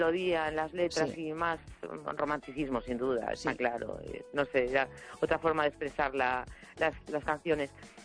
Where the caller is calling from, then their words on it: A Coruña, Galicia, Spain; de La Coruña.